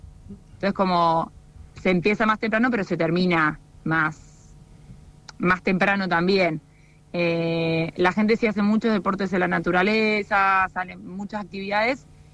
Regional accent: Argentina; moved away as an adult; now in Australia; Como decir que sos argentino, es como, qué bueno, les gusta.

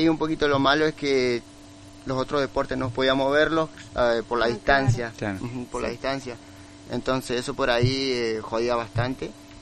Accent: La Paz, Entre Ríos, Argentina; moved away as an adult; now in Paraná, Argentina; No, yo soy de La Paz.

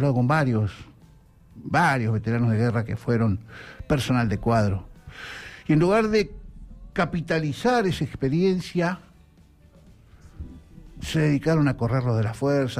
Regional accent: Argentina; Porque somos argentinos.

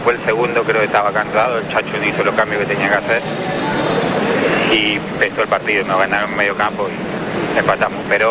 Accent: Buenos Aires, Argentina; De acá, de Belgrano.

